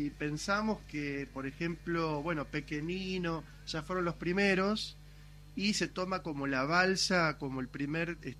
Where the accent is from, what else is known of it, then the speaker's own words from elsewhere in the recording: Esmeralda, Santa Fe, Argentina; born there; está Esmeralda, provincia de Santa Fe, que es donde yo nací.